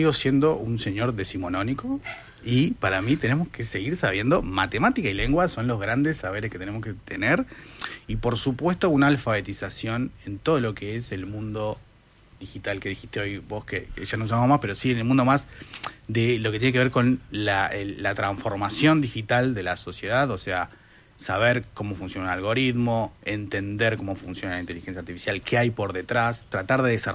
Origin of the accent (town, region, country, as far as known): Uruguay